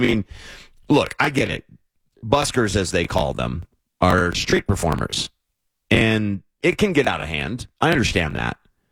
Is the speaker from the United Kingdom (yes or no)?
no; United States; I'm an American